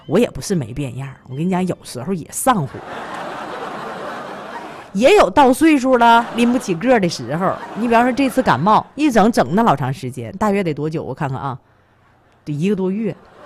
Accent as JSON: {"language": "Chinese", "region": "Liaoning", "country": "China", "tie": "born or raised there", "said": "我作为一个土生土长的西方人"}